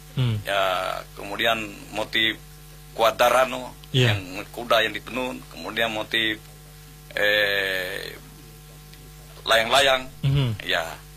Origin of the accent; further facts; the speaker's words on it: Southeast Sulawesi, Indonesia; Ya, kebanggaan kami sebagai orang Muna, produk kearifan lokal ini memang harus kita jaga dan lestarikan.